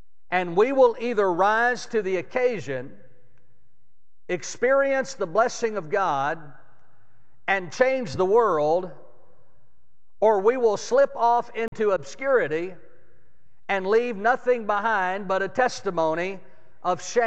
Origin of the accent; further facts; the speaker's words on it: Texas, United States; the love that I have for my home state